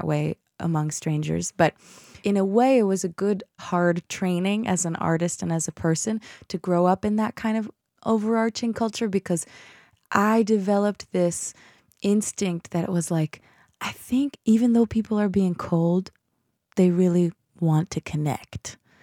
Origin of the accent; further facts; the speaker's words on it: Boston, Massachusetts, United States; I think I have this theory that it has to do with my growing up in Boston